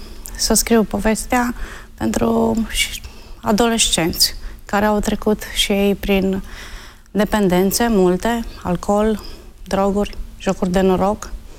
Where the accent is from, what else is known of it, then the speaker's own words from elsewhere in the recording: Arad, Arad County, Romania; born there; cum am mai spus. M-am născut în Arad, într-o familie de ortodoxi.